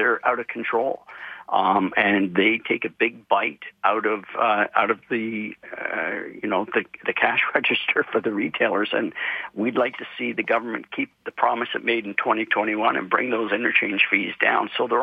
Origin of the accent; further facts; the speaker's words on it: Canada; I'm saying as a Canadian